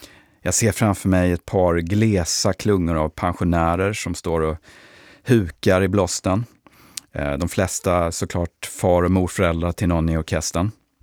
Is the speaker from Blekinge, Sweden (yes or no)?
yes; Ronneby, Blekinge, Sweden; Jag föddes 1968 i Ronneby i Blekinge.